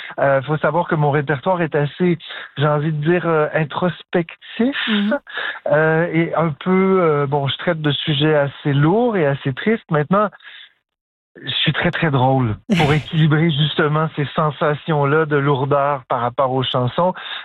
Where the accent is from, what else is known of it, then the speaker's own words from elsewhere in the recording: Ottawa, Ontario, Canada; puis en plus j'ai grandi à Ottawa, donc j'ai vu la communauté franco-ontarienne se battre à certaines époques pour garder leurs droits.